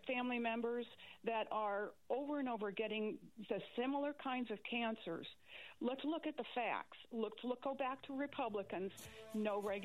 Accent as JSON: {"language": "English", "region": "Iowa", "country": "United States", "tie": "born or raised there", "said": "I am a former Iowan myself. I grew up in Iowa, and I really try to focus on Iowa."}